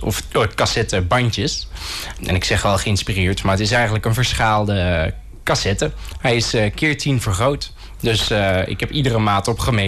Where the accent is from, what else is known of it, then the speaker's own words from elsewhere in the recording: Kesteren, Gelderland, Netherlands; born there; Ik ben geboren in Kesteren, in Gelderland. En mijn moeder was zelf ook erg creatief, dus ze kon niet stilzitten. Dus we zijn heel veel verhuisd. In totaal ben ik nu 20 keer verhuisd.